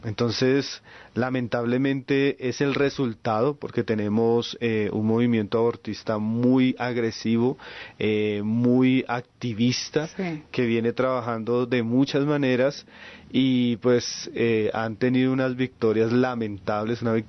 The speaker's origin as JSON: {"language": "Spanish", "country": "Colombia"}